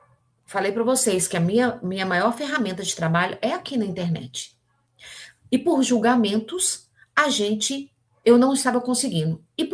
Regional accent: Minas Gerais, Brazil; eu sou mineira

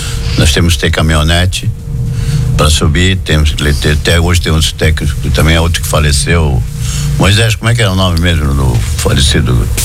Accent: Santos, São Paulo, Brazil; moved away as an adult; now in Balneário Camboriú, Brazil; Eu sou de Santos e eu trabalhava em São Paulo, eu subia e descia

